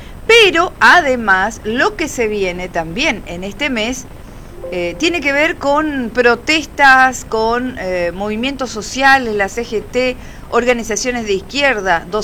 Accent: Misiones, Argentina; lo que nos pasa como argentinos, como misioneros, como vereños

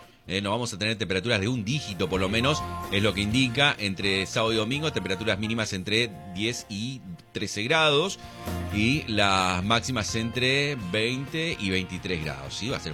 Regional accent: Argentina; Nosotros, digo los argentinos

